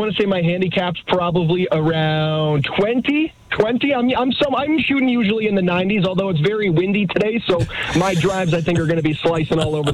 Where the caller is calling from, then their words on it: Welland, Ontario, Canada; I'm checking in from Cardinal Lakes Golf Club here in Welland.